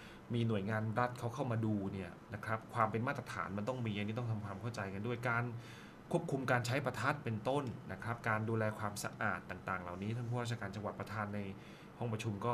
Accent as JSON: {"language": "Thai", "region": "Phuket", "country": "Thailand", "tie": "born or raised there", "said": "เราเป็นคนพื้นถิ่นเราเป็นคนปุนเตเราเป็นคนภูเก็ตนะครับ"}